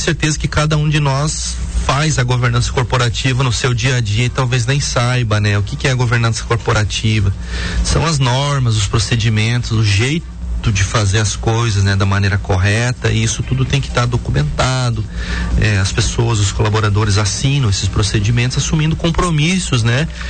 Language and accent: Portuguese; Três Barras, Santa Catarina, Brazil; A Lambert era uma grande serraria americana que se instalou lá em Três Barras, que é a minha terra natal.